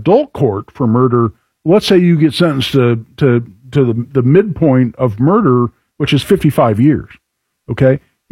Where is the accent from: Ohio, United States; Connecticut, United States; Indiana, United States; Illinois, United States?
Indiana, United States; Carmel; my neck of the woods, my hometown, Carmel